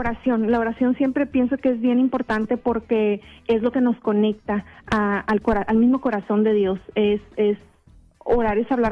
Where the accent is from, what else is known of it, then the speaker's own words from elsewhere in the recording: Houston, Texas, United States; born there; Nací en Houston, Texas, pero mis padres son mexicanos.